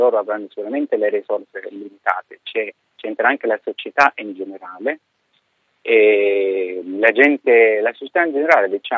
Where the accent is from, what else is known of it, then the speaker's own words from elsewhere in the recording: Egypt; Italian is a second language; non perché sono egiziano, perché non perché io sono egiziano, ma perché veramente il numero più alto dei ragazzi viene proprio dall'Egitto.